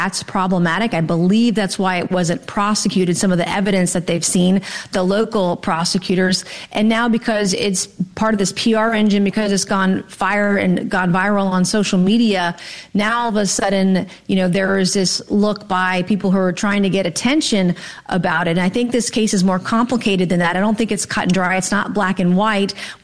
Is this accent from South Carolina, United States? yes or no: yes; South Carolina, United States; After that stabbing in Spartanburg 2 days later near my hometown in South Carolina